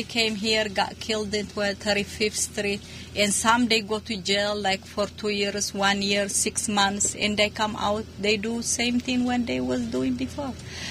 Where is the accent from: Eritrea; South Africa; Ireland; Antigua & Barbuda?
Eritrea; English is a second language; now in United States